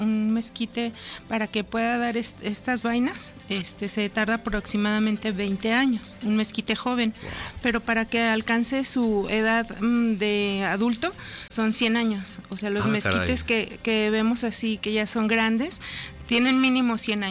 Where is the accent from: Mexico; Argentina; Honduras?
Mexico; Aguascalientes; yo nací en Aguascalientes a principios de los 70s y crecí en el Mercado Terán. Mi familia es del Mercado Terán